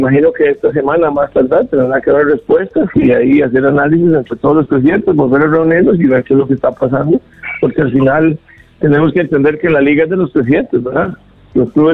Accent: Costa Rica

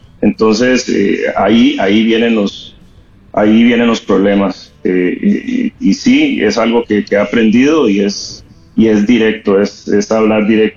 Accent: Limón, Costa Rica; venimos de Limón

